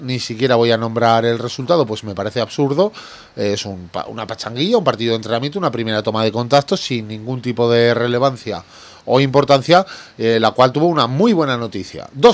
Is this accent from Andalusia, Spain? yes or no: no; Aragon, Spain; yo como aragonés, y aunque no lo fuera, que medio no lo soy